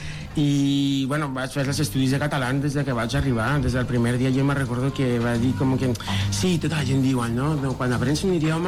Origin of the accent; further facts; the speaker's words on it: Mexico; Catalan is a second language; moved away as an adult; now in Barcelona, Spain; jo soc mexicà, visc aquí fa 12 anys